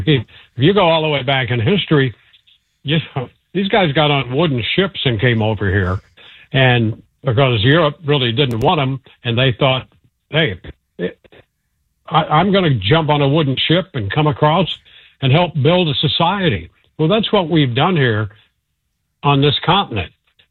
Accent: St. Louis, Missouri, United States; I grew up in St. Louis.

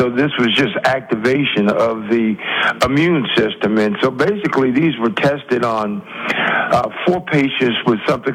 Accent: Gainesville, Florida, United States; born there; down the road a little bit where I was born in Gainesville

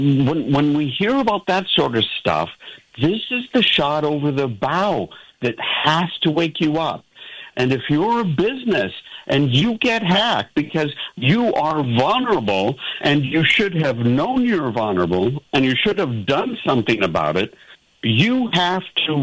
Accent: Northeast, United States; I never had air conditioning growing up in the Northeast.

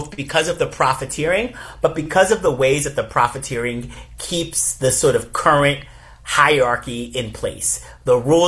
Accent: New York, United States; And I watch this very clearly as a New Yorker

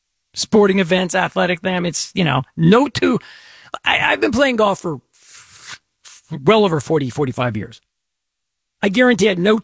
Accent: Texas, United States; when I was a kid growing up in Texas and my parents made me mow their lawn?

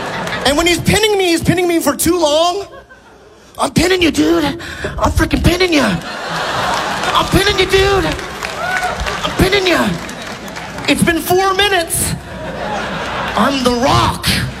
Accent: San Diego, California, United States; moved away; So I'm from San Diego, California

